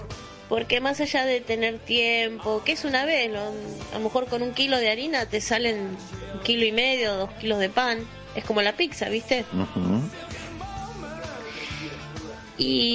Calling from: Caballito, Buenos Aires, Argentina; Bueno, gente, les dejo un fuerte abrazo. … de Caballito.

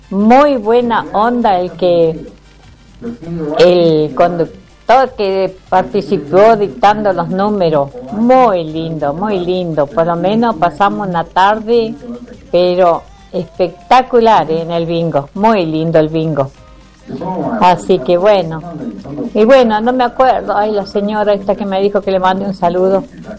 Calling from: Junín de los Andes, Neuquén, Argentina; Saludo a todo mi pueblo de Junín de los Andes

